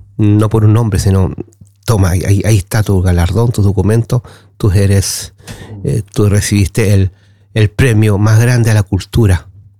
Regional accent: Chile; now in Västerås, Sweden; soy de Suecia, soy chileno, represento, vengo de Suecia, pero también de Chile

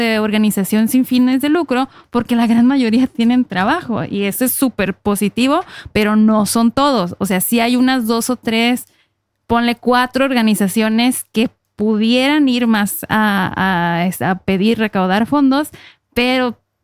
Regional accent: Baja California, Mexico; now in Norway; somos baja californianos los dos.

